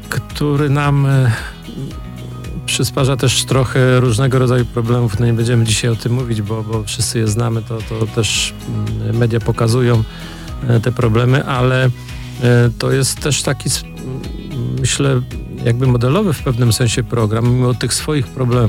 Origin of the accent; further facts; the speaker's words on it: West Pomeranian Voivodeship, Poland; now in Szczecin, Poland; nie jestem rodowitym szczecinianinem, bo pochodzę z rubieży wschodnich naszego województwa, czyli z Karwina